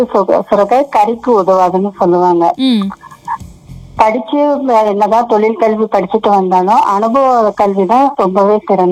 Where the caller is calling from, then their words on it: Harur, Tamil Nadu, India; நான் அரூர்ல இருந்து பேசுறேன்.